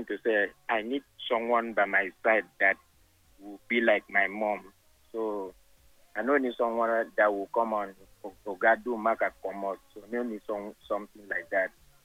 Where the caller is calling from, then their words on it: Lagos, Nigeria; I'm calling from Lagos State.